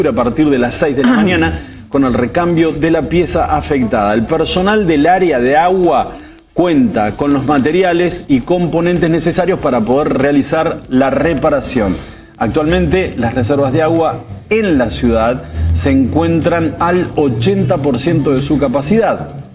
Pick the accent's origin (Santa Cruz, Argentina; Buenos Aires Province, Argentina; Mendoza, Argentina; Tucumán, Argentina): Santa Cruz, Argentina; Río Gallegos; nosotros somos vecinos de Río Gallegos